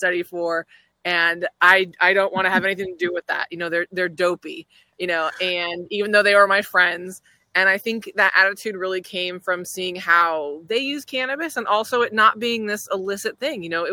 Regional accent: California, United States; I come from California, super liberal family.

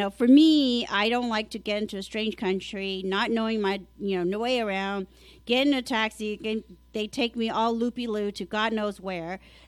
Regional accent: Hong Kong; moved away; I remember in Asia growing up in Hong Kong

